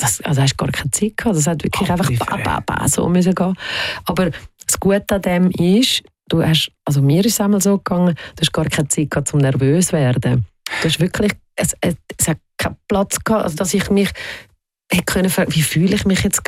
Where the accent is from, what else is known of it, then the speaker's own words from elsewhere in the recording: Switzerland; Auf der anderen Seite bin ich da in der Schweiz aufgewachsen und habe sehr eine behütete Kindheit gehabt.